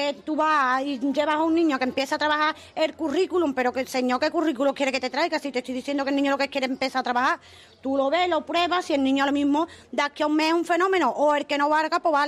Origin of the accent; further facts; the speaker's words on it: Écija, Andalusia, Spain; yo he nacido aquí, me voy a quedar aquí